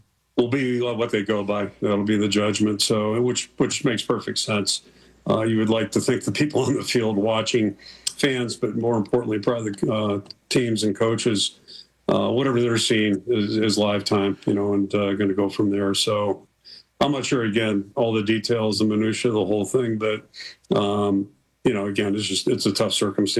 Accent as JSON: {"language": "English", "town": "Pittsburgh", "region": "Pennsylvania", "country": "United States", "tie": "born or raised there", "moved": "as an adult", "said": "Yeah, I didn't know much about the Big Ten when I got here in 1981, growing up in Pittsburgh."}